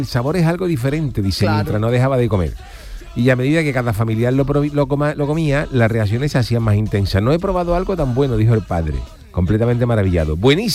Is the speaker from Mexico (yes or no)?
no; Spain; Soy español y no me gusta el melón con jamón.